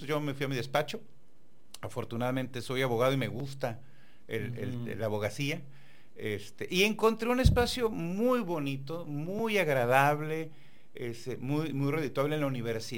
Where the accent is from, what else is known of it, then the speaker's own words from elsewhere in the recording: Tijuana, Baja California, Mexico; Bueno, pues soy un tijuanense, orgullosamente tijuanense, nacido aquí en la ciudad, aquí he vivido toda mi vida, salvo los tiempos que por la función que he desempeñado me he tenido que trasladar por Mexicali, a la Ciudad de México, pero aquí he vivido toda mi vida, originario de la colonia Libertad